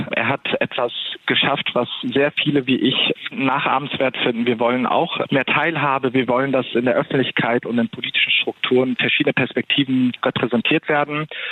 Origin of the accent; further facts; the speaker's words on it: Germany; Ich bin in Deutschland aufgewachsen, aber nicht in Deutschland geboren.